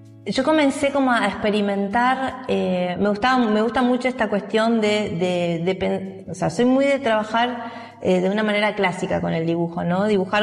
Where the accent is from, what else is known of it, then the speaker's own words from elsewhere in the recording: Formosa, Argentina; now in Santa Fe, Argentina; Yo vengo de Formosa, soy formoseña, mi mamá es paraguaya, mi papá es formoseño del interior de Formosa, en donde es una provincia en donde no hay museos para artistas contemporáneos.